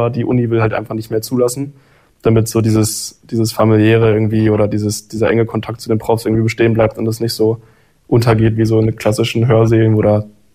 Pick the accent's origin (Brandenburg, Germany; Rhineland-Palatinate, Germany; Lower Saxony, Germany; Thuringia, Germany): Lower Saxony, Germany; Helmstedt; also ich komme ja aus Helmstedt ursprünglich